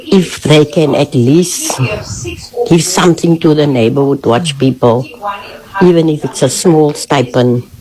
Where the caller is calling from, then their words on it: Cape Town, Western Cape, South Africa; I'm from Menenberg